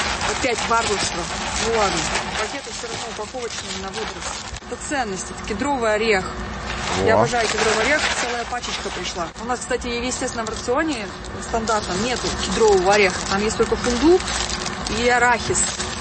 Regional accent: Siberia, Russia; Я же из Сибири

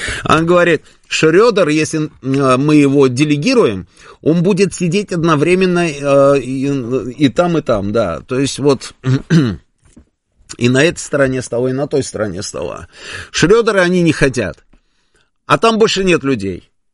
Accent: Saint Petersburg, Russia; Я, как человек из Петербурга 90-х, думаю, что европейцам придется кидать предъяву.

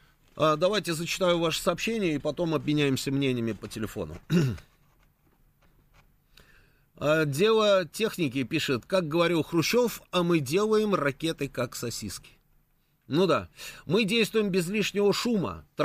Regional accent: Moscow, Russia; А вы откуда, хлопцы? Я говорю, из Москвы. О, чую же говор.

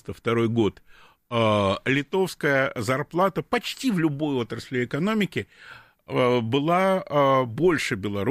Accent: Belarus; говорила, что мы, белорусы, сыр нормальный сварить не можем

